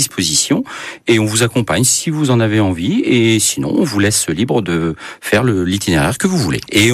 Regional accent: Centre-Val de Loire, France; des jolis petits coins d'Anchers, parce que je suis originaire d'Anchers, toute la campagne tourangée

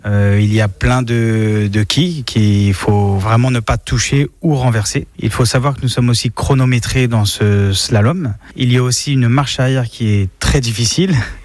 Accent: Thiers, Auvergne-Rhône-Alpes, France; Alors je viens de Thiers

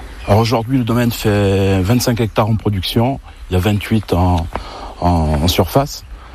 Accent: Corsica, France; je suis rentré chez moi en Corse, j'ai fait des études sur le continent, dans la région de Marseille, de Bordeaux.

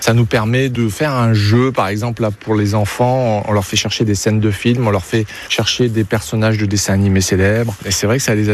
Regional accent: Châtte, Auvergne-Rhône-Alpes, France; born or raised there

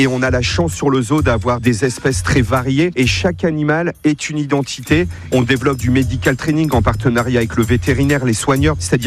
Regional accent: Maubeuge, Hauts-de-France, France; born there; Je suis né à Maubeuge, j'ai toujours voulu travailler avec les animaux, la faune sauvage.

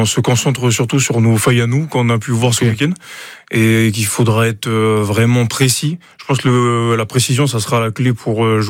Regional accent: New Caledonia; also born or lived in Montpellier / Vannes; now in Bayonne, France; je viens de Nouvelle-Calédonie jusqu'ici

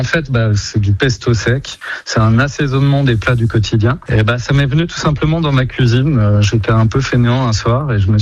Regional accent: Grand Est, France; Parce que je viens d'Alsace et on adore le bibalascas, donc c'est du fromage blanc, ciboulette, échalote, ail.

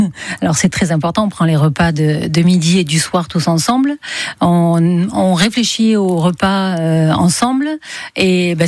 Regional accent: Mazan, Provence-Alpes-Côte d'Azur, France; Oui, on est tous de Mazan. On avait ce terrain-là dont on faisait rien.

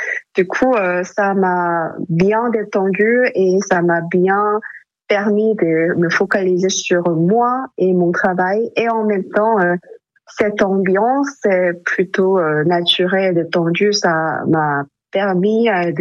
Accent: Seoul, South Korea; French is a second language; moved away as an adult; also born or lived in Busan; now in Limoges, France; suis née à côté de Séoul, la ville qui s'appelle Busan, et j'ai grandi à Séoul de mes 3 ans et jusqu'à 29 ans.

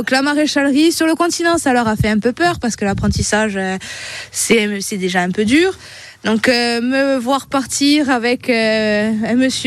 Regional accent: Corsica, France; Moi, je suis originaire de Lugne. Toute ma famille est en Balagne, entre Lugne, Moncal, Calenzane, Calvi.

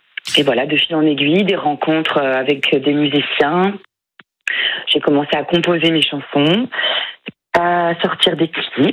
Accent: Dijon, Bourgogne-Franche-Comté, France; born there; Je suis née à Dijon.

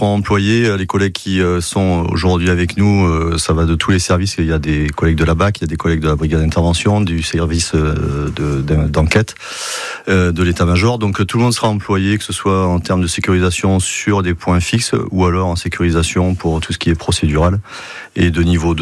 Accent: Périgueux, Nouvelle-Aquitaine, France; On est de Périgueux, on est cycliste pour quelques-uns.

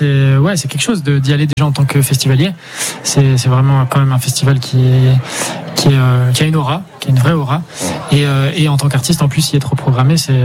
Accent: Geneva, Switzerland; born there; Je suis né à Genève, tout à fait.

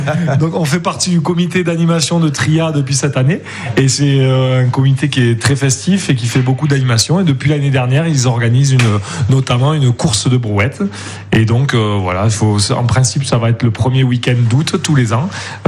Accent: Nîmes, Occitanie, France; moved away as an adult; also born or lived in Haute-Savoie; Moi, j'ai vécu toute mon enfance à Nîmes. On s'est rencontrés à l'école d'infirmiers à Nîmes. Et puis, voilà, une fois diplômé, on a travaillé une petite année dans le secteur de Nîmes. On est parti, on a immigré en Haute-Savoie.

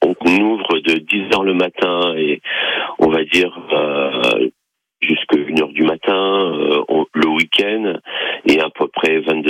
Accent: Hauts-de-France, France; now in Somme, France; Et moi, je suis natif du Nord, donc ce que je voulais recréer, c'est ce qui existe, le long des canaux dans le Nord.

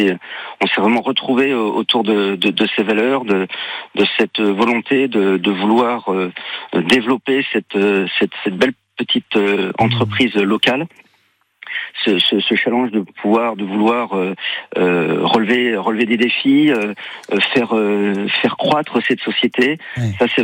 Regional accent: Brittany, France; moved away as an adult; now in Périgord, France; Je suis pas un enfant du pays, je suis breton d'origine, mais voilà, je suis en Périgord depuis 30 ans.

